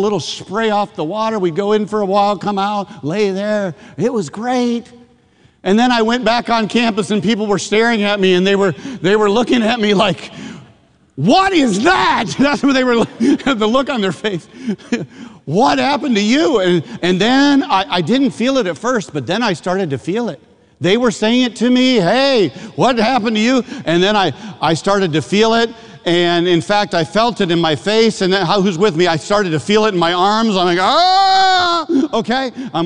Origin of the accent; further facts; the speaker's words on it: Michigan, United States; And then I'm thinking to myself, I'm from Michigan. I don't remember putting sunscreen on.